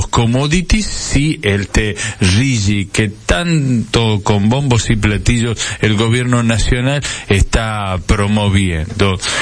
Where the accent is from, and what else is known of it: Argentina